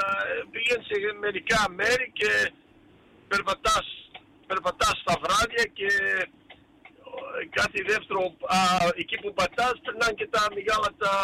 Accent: Melbourne, Victoria, Australia; γιατί εγώ μεγάλωσα στο Σάντζον, δεν έλεγα Σάντζον, έλεγα από Μέλβον

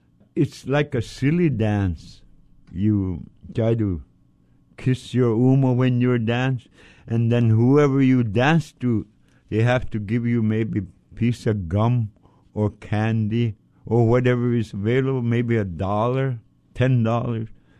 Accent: Point Hope, Alaska, United States; I'm an Inupiaq from Tikiak, Point Hope, Alaska. Point Hope is a very old village, one of the oldest communities.

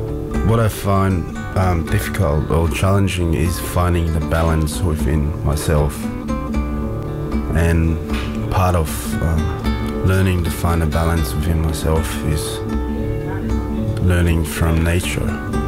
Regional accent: Tonga; English is a second language; now in Alice Springs, Australia; I can only remember growing up in Tonga and living here in Australia, so similarities is pretty much family and nature.

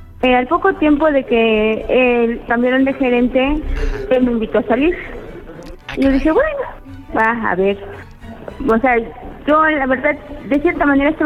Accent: Orizaba, Veracruz, Mexico; 45 años y de Orizaba, Veracruz.

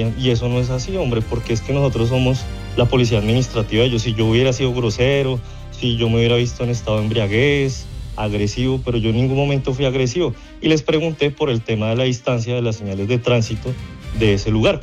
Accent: Bogotá, Colombia; now in Ibagué, Colombia; yo no soy de Ibagué, yo soy de Bogotá. Yo llegué acá

